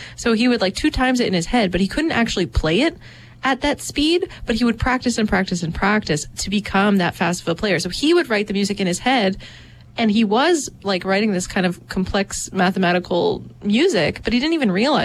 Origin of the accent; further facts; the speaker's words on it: Dartmouth, Nova Scotia, Canada; me growing up in Dartmouth.